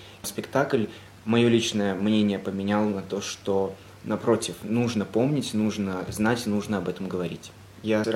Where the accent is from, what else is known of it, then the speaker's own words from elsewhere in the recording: Lithuania; Я приехал из Литвы. Сам День Победы у нас в Литве 8 мая.